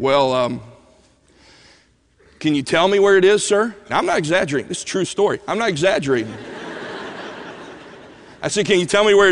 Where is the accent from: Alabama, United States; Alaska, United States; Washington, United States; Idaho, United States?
Alabama, United States; and even growing up in Alabama, when I first moved there, there's some things I had to learn.